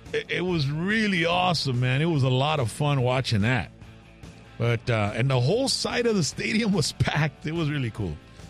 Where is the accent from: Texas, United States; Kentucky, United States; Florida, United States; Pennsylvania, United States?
Texas, United States; Mercedes; Got some wrestling happening this Saturday at the KC Hall in Mercedes, my hometown.